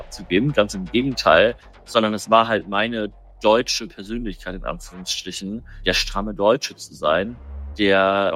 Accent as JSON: {"language": "German", "country": "Germany", "said": "Und dann war für mich die Frage, ja, okay, also ich bin Deutscher und was heißt das jetzt?"}